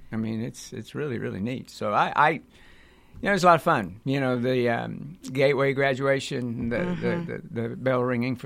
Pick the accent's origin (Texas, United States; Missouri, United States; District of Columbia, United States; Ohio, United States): Missouri, United States; Raytown; I grew up in Raytown.